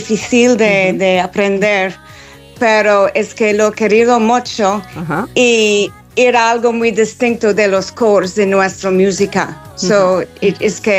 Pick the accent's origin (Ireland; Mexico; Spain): Ireland; Dundalk, Leinster; era una cura en mi pueblo.